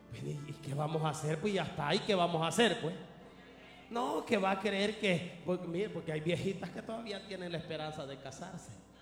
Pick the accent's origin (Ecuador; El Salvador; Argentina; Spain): El Salvador; moved away; como yo soy del Salvador